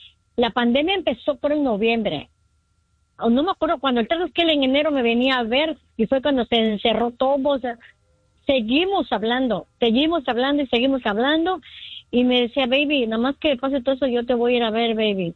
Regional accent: Mexico

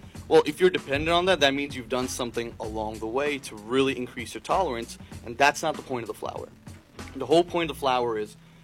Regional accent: Queens, New York, United States

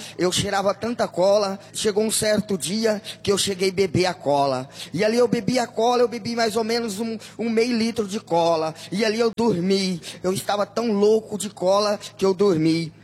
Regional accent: Marília, São Paulo, Brazil; eu vim da cidade de Marília

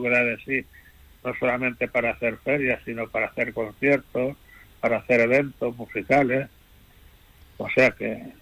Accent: Puertollano, Castilla-La Mancha, Spain; born there; now in Pozoblanco, Spain; yo nací en Puerto Llano, pero yo creo que llevo más de medio siglo, llevo 52 años aquí en Pozo Blanco.

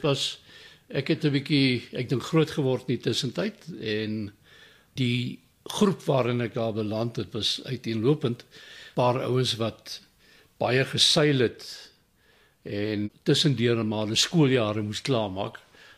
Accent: Western Cape, South Africa; born there; Ek is gebore in die Kaap. Ons het op Langebaan weg op die lugmagbasis. Daai tyd die lugmagstasie Langebaan weg gebly tot aan die einde van my eerste kwartaal van skool. Toe is ons verplaas.

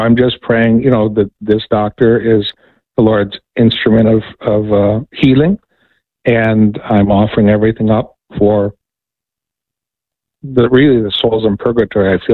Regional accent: United States; as an American, as an Italian American

